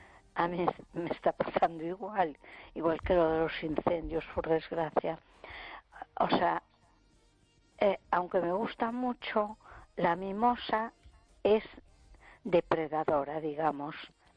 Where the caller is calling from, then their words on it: A Coruña, Galicia, Spain; de Coruña.